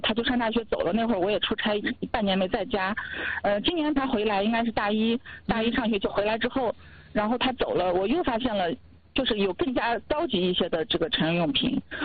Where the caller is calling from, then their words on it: Xinjiang, China; 我是新疆的听众啊。